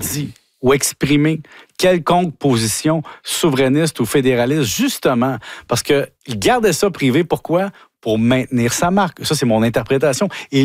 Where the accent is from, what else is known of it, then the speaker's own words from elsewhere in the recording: Quebec, Canada; moi je viens d'Halifield